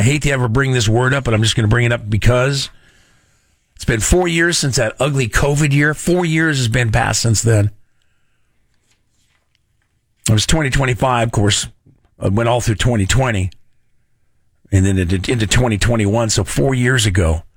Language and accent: English; Sacramento, California, United States; Heard about these guys in South Sac, my old hood. So I grew up in South Sac.